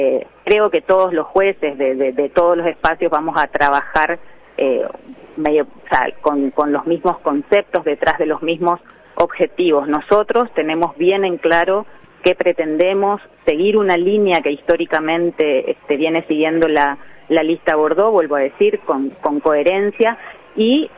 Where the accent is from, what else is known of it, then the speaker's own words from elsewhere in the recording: Chaco, Argentina; Estoy en un aeropuerto en San Martín de los Andes, bastante lejos de mi provincia natal.